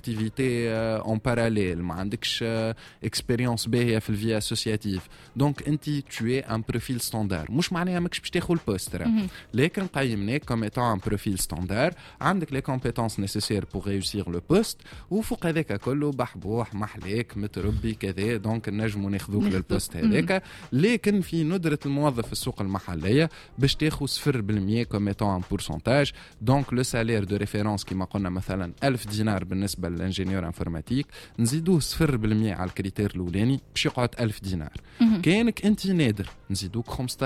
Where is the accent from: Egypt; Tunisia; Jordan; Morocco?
Tunisia